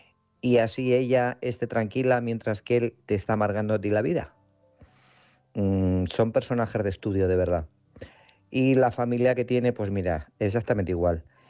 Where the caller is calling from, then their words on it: Guadalajara, Castilla-La Mancha, Spain; de Guadalajara.